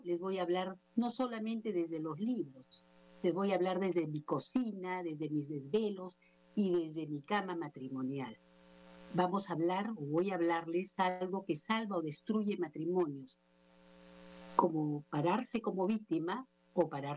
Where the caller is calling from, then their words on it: Lima, Peru; les hablo desde Lima, Perú